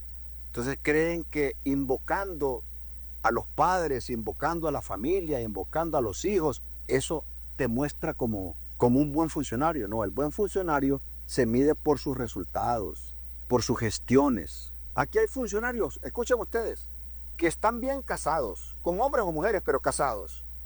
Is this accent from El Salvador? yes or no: no; Honduras; Porque si como hondureños creemos que todo esto es un desastre, nos vamos a hundir.